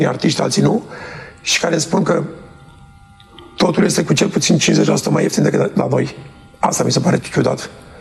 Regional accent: Bucharest, Romania; La noi în București

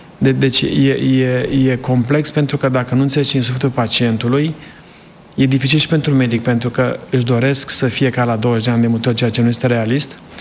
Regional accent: Sibiu County, Romania; now in United States

